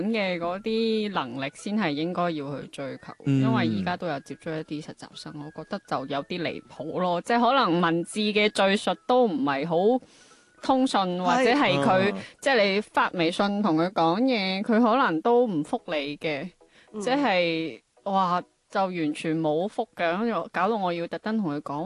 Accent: Guangzhou, Guangdong, China; moved away as an adult; 我係廣州人。

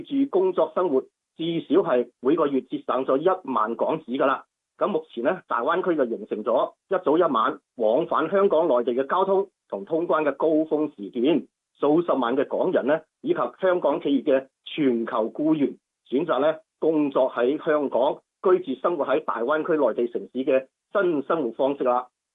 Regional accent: Guangzhou, Guangdong, China; 我係廣州人嘅

